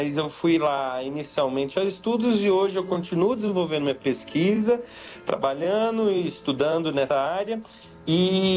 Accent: Minas Gerais, Brazil; A música que eu cresci escutando em Minas Gerais é muito diferente da música que eu vejo meus colegas

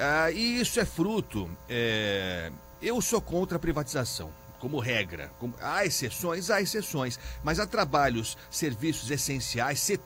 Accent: São Paulo, Brazil; quem está pagando o preço somos nós, paulistas e paulistanos, e quem vem para São Paulo para fazer negócios

